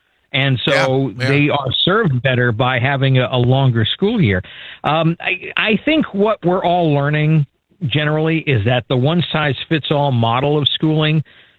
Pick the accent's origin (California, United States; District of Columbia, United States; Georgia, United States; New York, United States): New York, United States; moved away as an adult; now in Florida, United States; I grew up in New York where you started after Labor Day, and they still start after Labor Day. And every year in August, I've been in Florida 27 years.